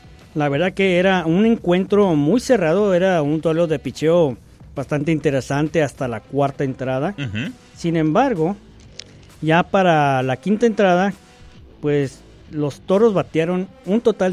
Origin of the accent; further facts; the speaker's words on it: Tijuana, Baja California, Mexico; Porque somos de Tijuana.